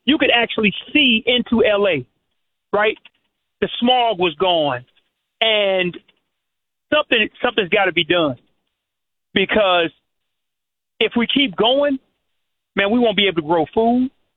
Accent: Englewood, Illinois, United States; now in Houston, United States; I'm down here in Houston, Texas, right? That's where I live now, but I grew up in Inglewood.

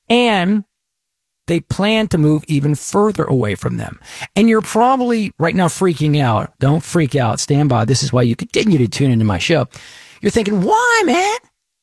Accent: Dallas, Texas, United States; I'm from Dallas. I've been to Fort Worth, Austin, San Antonio, Houston, everywhere in between.

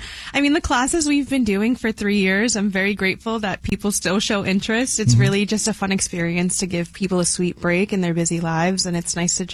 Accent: Haverhill, Massachusetts, United States; I'm from Haverhill. Haverhill, Massachusetts.

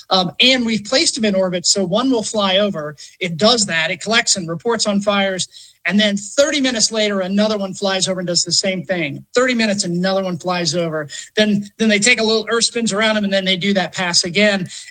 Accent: Gulf Coast, United States; I grew up in the Gulf Coast. So I grew up with hurricanes

